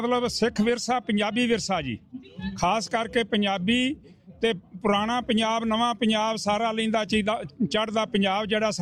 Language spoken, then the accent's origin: Punjabi; Karnal, Haryana, India; now in Melbourne, Australia; ਕਰਨਾਲ ਤੋਂ ਹਾਂ ਤੇ ਮੇਰੇ ਨਾਲ ਨੇ ਜਵਾਰਜੀਤ ਸਿੰਘ ਹੈਪੀ ਜੀ। ਤੇ 2012 ਦੇ ਵਿੱਚ ਅਸਾਂ ਇੱਥੇ ਮੈਲਬੋਰਨ 'ਚ ਸ਼੍ਰੀ ਸੁਖਮਨੀ ਸਾਹਿਬ ਸੇਵਕ ਸਭਾ ਮੈਲਬੋਰਨ ਬਣਾਈ ਸੀ।